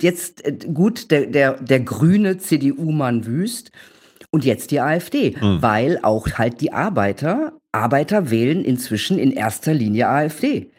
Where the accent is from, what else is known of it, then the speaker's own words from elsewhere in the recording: Gelsenkirchen, North Rhine-Westphalia, Germany; zum Beispiel in meiner alten Heimatstadt Gelsenkirchen.